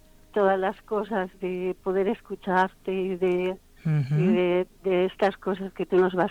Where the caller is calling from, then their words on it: Madrid, Community of Madrid, Spain; Vivo en Madrid.